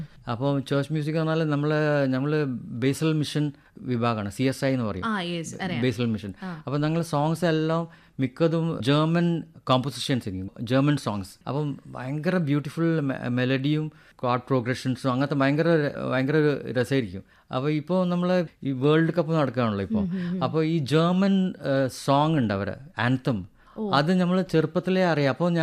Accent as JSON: {"language": "Malayalam", "town": "Kozhikode", "region": "Kerala", "country": "India", "tie": "born or raised there", "said": "ഞാൻ ജനിച്ചതും വളർന്നതും കോഴിക്കോട് തന്നെ."}